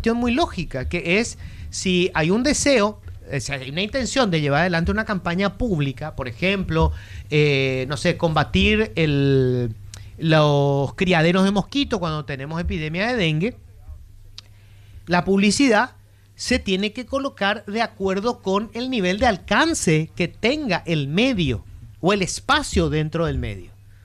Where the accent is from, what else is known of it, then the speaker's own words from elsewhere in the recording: Paraguay; Somos paraguayos, somos gigantes.